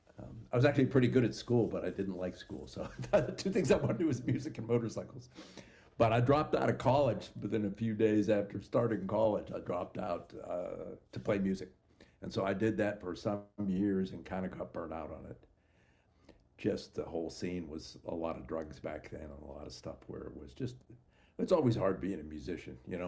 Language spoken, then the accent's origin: English; Ligonier, Pennsylvania, United States; I grew up in Appalachia. I was in Pennsylvania, but I was, we had a farm and then also spent a lot of time living in the Ligonier in a mountain area.